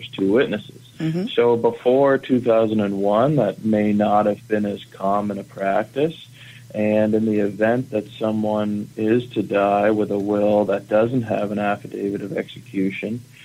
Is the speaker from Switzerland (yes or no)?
no; Bedford, Nova Scotia, Canada; also born or lived in Prince Edward Island / New Brunswick / Ottawa, Ontario; I'm from the Maritimes, lived in PEI, New Brunswick, and Nova Scotia, but I grew up in Bedford.